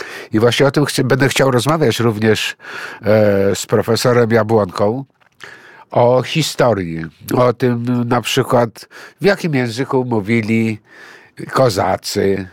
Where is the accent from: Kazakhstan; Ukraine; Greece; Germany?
Greece; ja jestem Grekiem